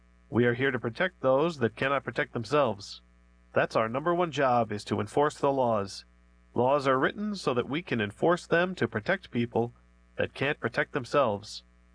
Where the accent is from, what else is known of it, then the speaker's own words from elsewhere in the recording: Chicopee, Massachusetts, United States; But growing up in Chicopee, going back down to Willimantic, it was kind of rough back then.